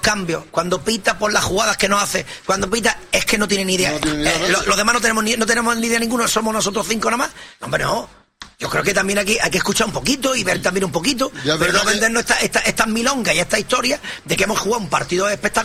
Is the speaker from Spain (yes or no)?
yes; Almería, Andalusia, Spain; yo soy de Almería, yo soy almeriense